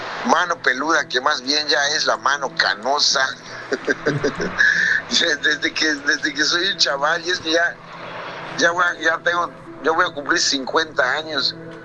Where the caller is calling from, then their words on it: Yucatán, Mexico; yo aquí mi tierra es acá en Yucatán